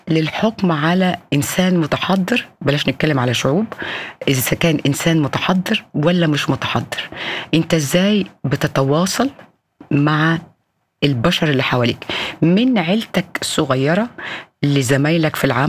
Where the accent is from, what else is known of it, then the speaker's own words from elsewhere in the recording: Egypt; الفرق الوحيد إن لما الشمس بتنزل عندنا في مصر بيبقى في زي نسمة هواء رطبة